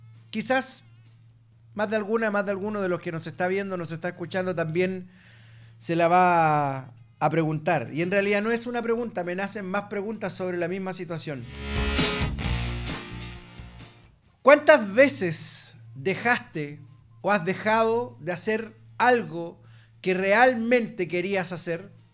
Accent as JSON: {"language": "Spanish", "country": "Chile", "said": "somos chilenos."}